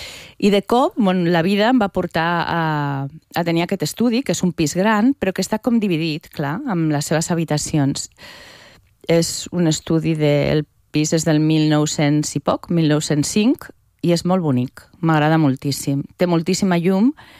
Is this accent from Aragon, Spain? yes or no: yes; Zaragoza, Aragon, Spain; moved away as an adult; now in Catalonia, Spain; jo vaig venir a estudiar a Barcelona, sóc de Saragossa, vaig venir a estudiar a Barcelona perquè a Saragossa encara no hi ha Facultat de Belles Arts